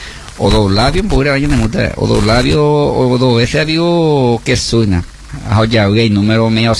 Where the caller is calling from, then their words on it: Pedro Juan Caballero, Amambay, Paraguay; Mi saludo para vos, Ovidio, soy de Pedro Juan Caballero, te estoy escuchando.